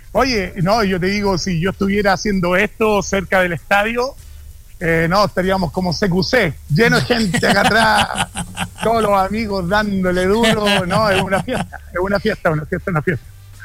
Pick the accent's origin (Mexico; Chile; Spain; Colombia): Chile